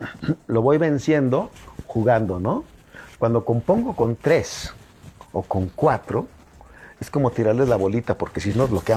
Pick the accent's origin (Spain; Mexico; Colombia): Mexico; Torreón, Coahuila; moved away as an adult; yo soy de Torreón, llegué sin conocer a nadie, me contrató Marco Flavio